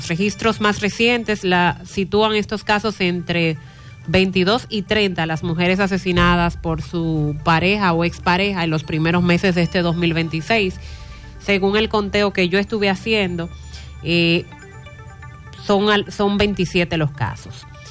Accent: Dominican Republic; nos duele a todos como dominicanos.

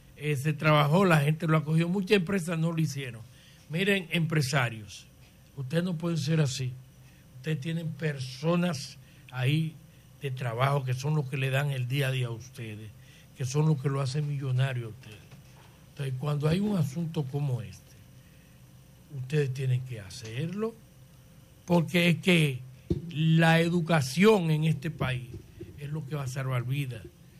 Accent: Dominican Republic; nosotros somos una islita más pequeña, media isla.

